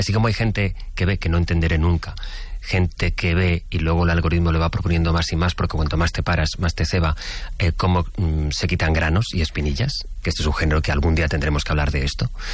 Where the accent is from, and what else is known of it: Valencian Community, Spain